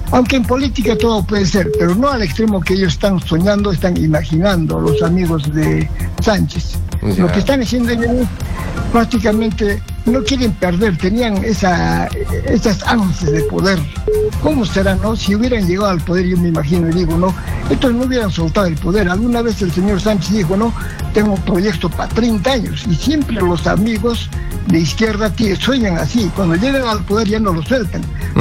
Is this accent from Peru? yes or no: yes; Puno, Peru; Yo soy natural de Puno.